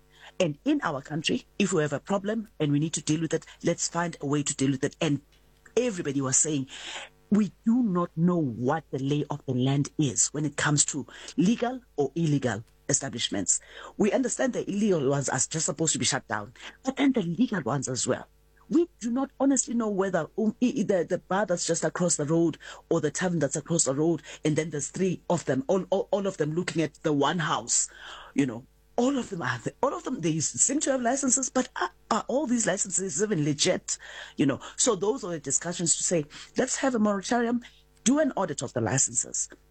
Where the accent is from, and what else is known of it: South Africa